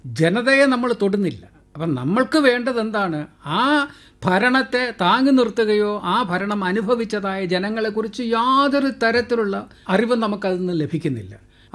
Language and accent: Malayalam; Kerala, India; അപ്പൊ അത്തരം ഒരു സംഘത്തിൽ മലയാളി എന്ന നിലയിൽ ഞാൻ ഉൾപ്പെട്ടു നിൽക്കുകയാണ്.